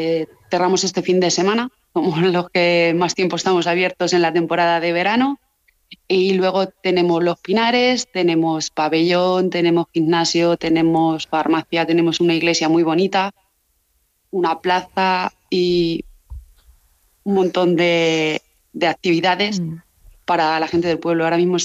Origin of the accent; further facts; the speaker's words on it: Pedro Muñoz, Castilla-La Mancha, Spain; now in Arenales de San Gregorio, Spain; Pues sí, yo soy natural de Pedro Muñoz, pero llevo viviendo en Arenales más de 20 años.